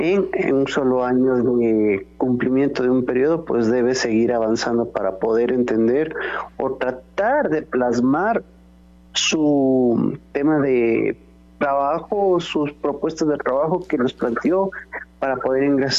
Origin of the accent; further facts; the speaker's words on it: Ecuador; qué es lo que nosotros estamos aportando como ecuatorianos al país.